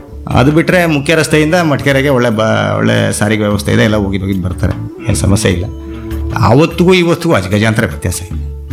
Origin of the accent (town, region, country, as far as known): Karnataka, India; born there